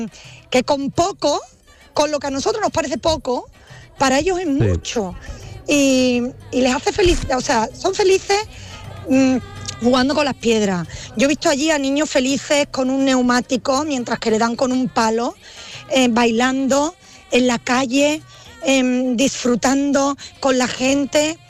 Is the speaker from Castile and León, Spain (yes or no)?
no; El Cerro de Andévalo, Andalusia, Spain; Si venís a mi pueblo, el Cerro de Andévalo, ya te mueres. Porque es que es un lugar espectacular.